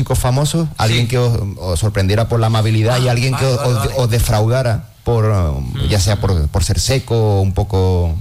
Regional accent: Zaragoza, Aragon, Spain; Somos de Zaragoza, mis primos no, son de Zaragoza, anda ya, son de la isla

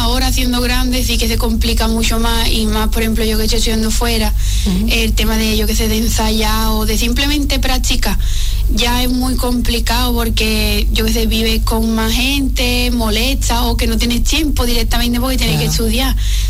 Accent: Arcos de la Frontera, Andalusia, Spain; Íñigo y yo somos de aquí de Arco.

